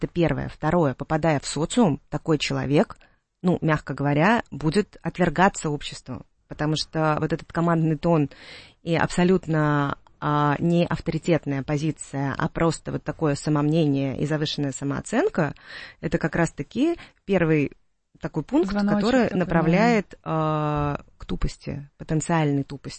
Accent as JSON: {"language": "Russian", "region": "Saint Petersburg", "country": "Russia", "said": "Да, скажу, что я из Питера."}